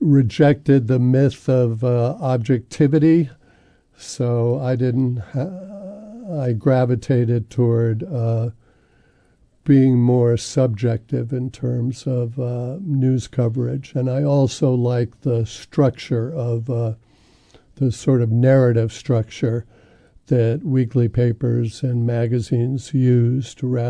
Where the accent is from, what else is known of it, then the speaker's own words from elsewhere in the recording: New York City, New York, United States; moved away as an adult; also born or lived in Boston; I grew up in New York City, and I was familiar with the Village Voice there. And then I went to school in Boston